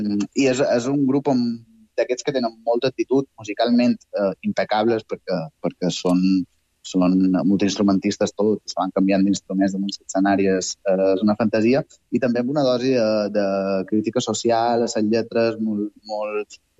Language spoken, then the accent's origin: Catalan; Catalonia, Spain; perquè si no vaig errat, som de província de Girona.